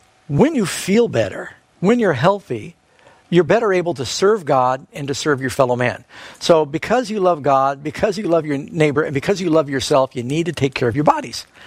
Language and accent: English; New York City, New York, United States; born or raised there